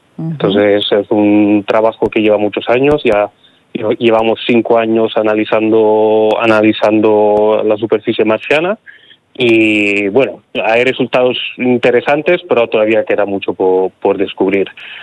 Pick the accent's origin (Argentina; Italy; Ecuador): Italy; Spanish is a second language; moved away as an adult; also born or lived in Bilbao, Spain; now in Valladolid, Spain; Soy italiano, pero me mudé en España hace más de 15 años. Entonces realicé el doctorado en Bilbao